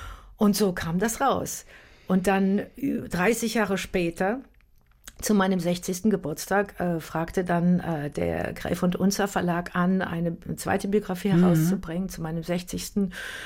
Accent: Münster, North Rhine-Westphalia, Germany; born or raised there

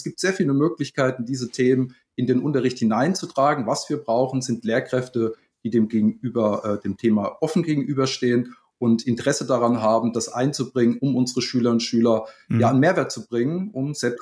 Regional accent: Bavaria, Germany; now in Hamburg, Germany; ich komme ursprünglich aus Bayern und bin seit 2015 hier in Hamburg.

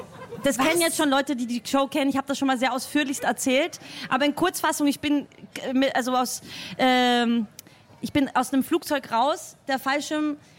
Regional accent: Krems, Lower Austria, Austria; Na, Jesus, ich bin aus Österreich, bei Krems.

